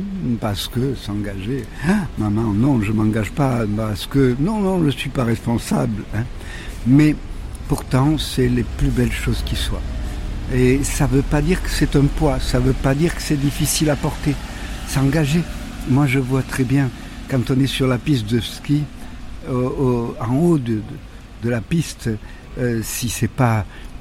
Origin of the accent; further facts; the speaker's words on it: Nice, Provence-Alpes-Côte d'Azur, France; l'été, ma mère était d'un village, d'ailleurs où j'habite toujours quand j'y vais l'été, au nord de Nice